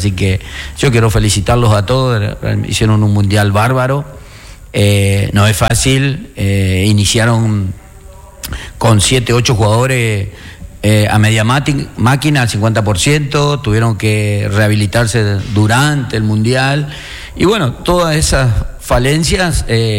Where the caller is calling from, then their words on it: Argentina; así somos los argentinos